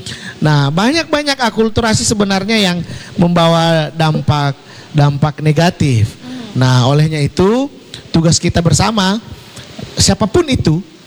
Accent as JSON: {"language": "Indonesian", "town": "Makassar", "region": "South Sulawesi", "country": "Indonesia", "said": "Misalnya kalau saya menyebut … tanpa memproklamirkan bahwa saya orang Makassar, ketahuan."}